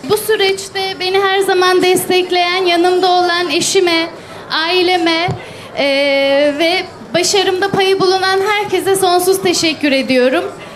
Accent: Artvin, Turkey; memleketim Artvin

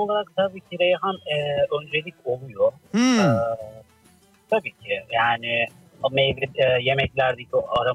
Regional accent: Gaziantep, Turkey; moved away; Ben Antep merkezdeyim. Antep'in yerlisiyim. İstanbul gibi Antep'te de %5 oranında kaldık yerli olarak.

